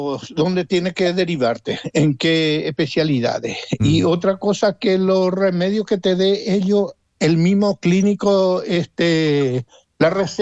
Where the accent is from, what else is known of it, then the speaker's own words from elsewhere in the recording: Paraguay; me estoy quejando del gobierno paraguayo, que yo soy también paraguayo.